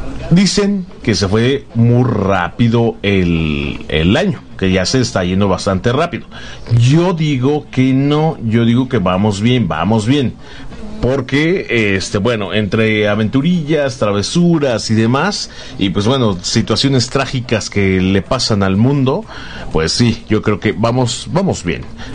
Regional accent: Mexico; estados de nuestro hermoso país, los Estados Unidos Mexicanos o República Mexicana

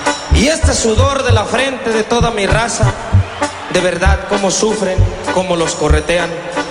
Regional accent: Mexico; digo que regresarme a mi país, México, es una bendición.

